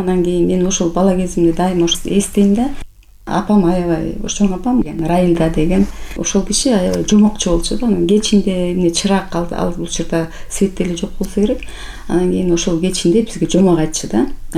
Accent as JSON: {"language": "Kyrgyz", "region": "Bishkek", "country": "Kyrgyzstan", "tie": "born or raised there", "also_born_or_lived": "Sokuluk", "said": "Мен мектепте окуй элек болчумун. Ошол учурда көчүп келдик да, Кызыл Аскерде чоң энемде келдим."}